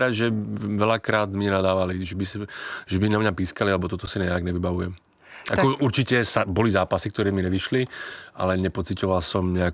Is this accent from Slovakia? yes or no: yes; Slovakia; now in Czechia; No tak jsem Slovák, takže faním Slovákům samozřejmě.